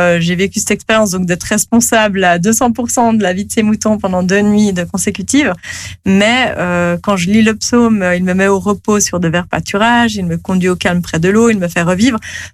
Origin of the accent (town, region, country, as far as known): Geneva, Switzerland